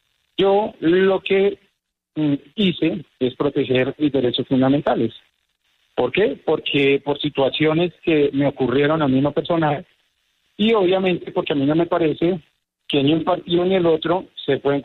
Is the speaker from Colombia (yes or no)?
yes; Colombia; proteger la unidad nacional que se ve representada a través de una camiseta que nos une a todos como colombianos.